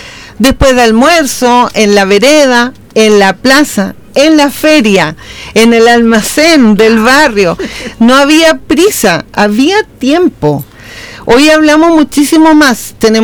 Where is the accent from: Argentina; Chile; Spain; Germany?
Chile; a los chilenos nos encanta conversar